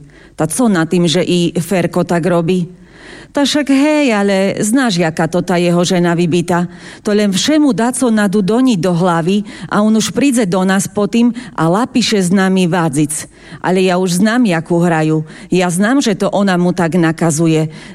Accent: Prešov Region, Slovakia; accent: Šariš dialect; first language Šariš dialect

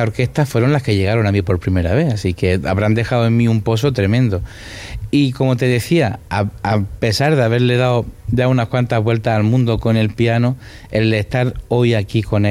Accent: Granada, Andalusia, Spain; con mucho arraigo de mi país, de donde vengo, y más aún de mi ciudad.

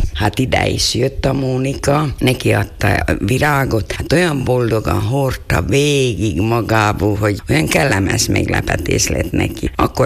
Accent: Gabčíkovo, Trnava Region, Slovakia; Én különben Bősről származom, úgyhogy ott is némileg így azért ismeri valaki a vizet

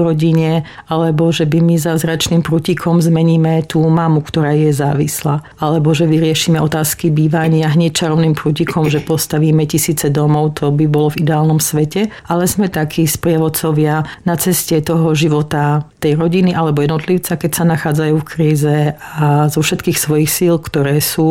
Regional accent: Kapušany, Prešov Region, Slovakia; naša dedinka sa nachádza pod Kapušanským hradom. Takže vždy sme všetky deti z dediny trávili veľmi veľa času, hlavne v lete na Kapušanskom hrade hore

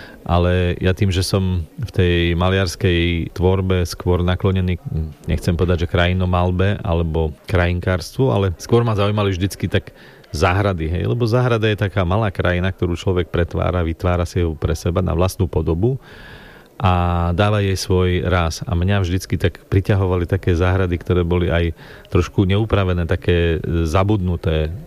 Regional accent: Černová, Žilina Region, Slovakia; also born or lived in Ružomberok; narodil som sa v Ružomberku, býval som v Černove celé svoje detstvo vlastne na dedine

